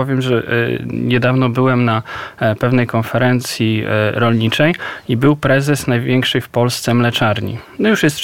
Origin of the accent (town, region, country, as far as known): Podlaskie Voivodeship, Poland; born there